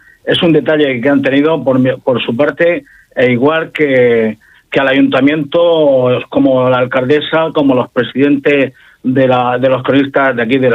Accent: Campos del Río, Region of Murcia, Spain; yo la historia de mi pueblo me he preocupado siempre, y la historia como es una riqueza de identidad, de espíritu crítico, que desempeñaré siempre de este cargo como algo vivo y vinculado de los que aquí en Campos del Río vivimos.

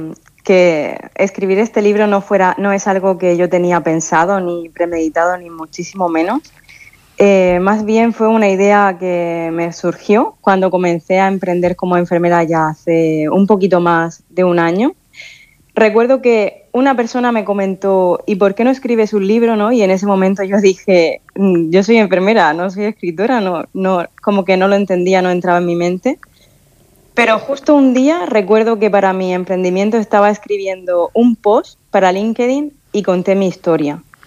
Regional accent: Orihuela, Valencian Community, Spain; yo soy de Orihuela.

